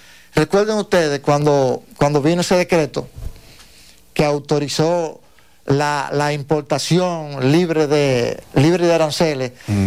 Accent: La Vega, Dominican Republic; Yo soy del Cibao, de La Vega, de La Vega.

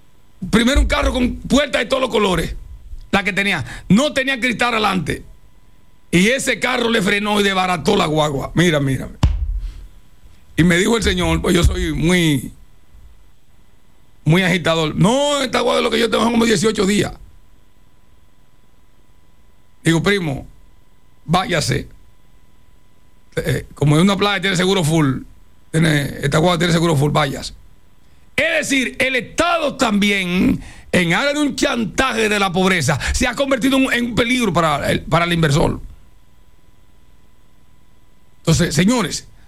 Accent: Dominican Republic; Yo, que soy dominicano

